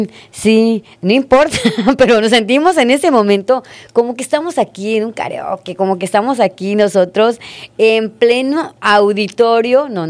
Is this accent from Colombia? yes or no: no; Mexico